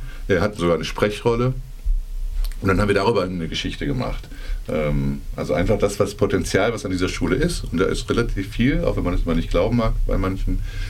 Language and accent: German; Cologne, North Rhine-Westphalia, Germany; ich komme aus Köln